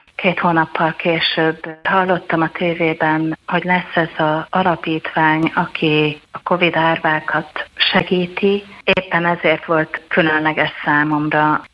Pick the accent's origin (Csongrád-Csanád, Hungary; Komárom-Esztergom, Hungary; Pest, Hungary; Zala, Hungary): Pest, Hungary; Vác; born or raised there